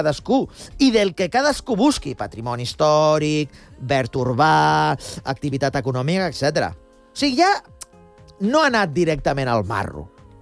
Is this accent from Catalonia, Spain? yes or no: yes; Badalona, Catalonia, Spain; Jo sóc de Badalona. Sí. De tota la vida.